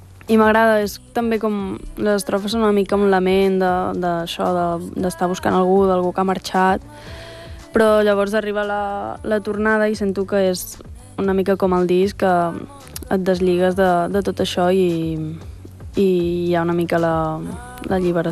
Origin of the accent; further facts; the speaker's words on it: La Bisbal d'Empordà, Catalonia, Spain; tots som de la Bisbal